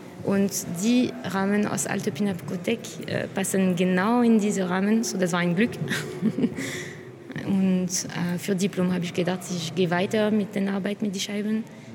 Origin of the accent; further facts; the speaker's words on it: France; German is a second language; now in Germany; ich bin Französin. Ich studiere hier seit 5 Jahren in Klasse Gregor Schneider.